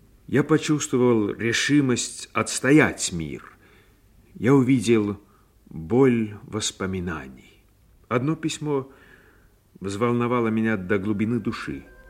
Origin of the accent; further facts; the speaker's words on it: Leningrad, Saint Petersburg, Russia; born there; Я со спокойной совестью могу назвать себя земляком ленинградцев. Ведь я уроженец Ленинграда. Правда, жил я там недолго. Снова попал я в город, где родился, только в годы войны.